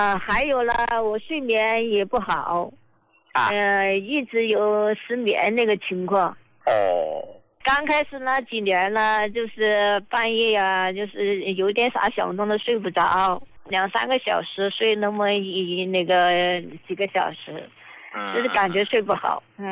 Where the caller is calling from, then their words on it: Chongqing, China; 我是重庆这边的患者